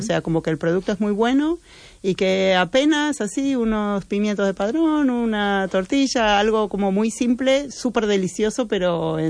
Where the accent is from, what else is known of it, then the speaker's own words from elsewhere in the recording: Canada; Spanish is a second language; Y en Canadá, de donde soy, es que comida es, bueno...